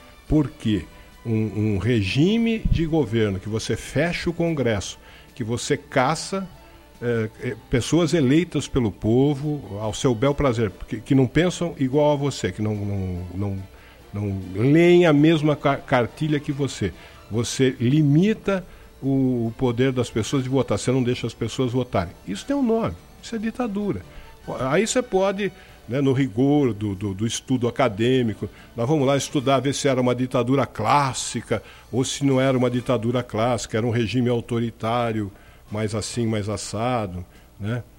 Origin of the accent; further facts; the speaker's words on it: São Paulo, Brazil; moved away; Em São Paulo, cidade onde eu nasci, cresci e vivi boa parte do tempo da minha vida